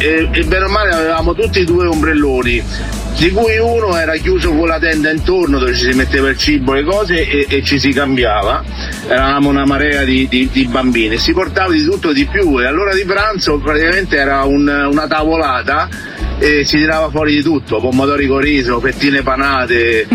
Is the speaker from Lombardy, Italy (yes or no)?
no; Rome, Lazio, Italy; born or raised there